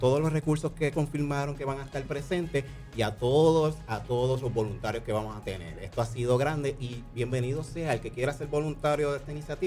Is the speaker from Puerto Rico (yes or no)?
yes; Loíza, Puerto Rico; Yo soy natural de Loíza.